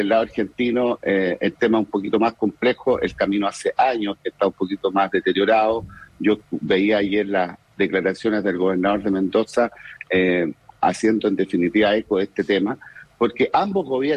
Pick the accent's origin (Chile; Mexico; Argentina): Chile; Los Andes, Valparaíso; los que nacimos acá en los Andes, yo nací en los Andes hace muchos años, muchos más años que tú, crecimos en los años 70, 80